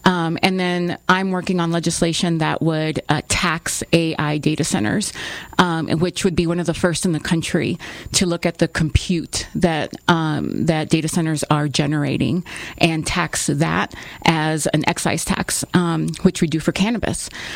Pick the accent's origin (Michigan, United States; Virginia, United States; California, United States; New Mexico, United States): New Mexico, United States; Vado; moved away as an adult; I was born and raised in Doniana County, grew up in Vado. I'm a graduate of Gadsden High School, and came back in 2009 to start New Mexico Cafe.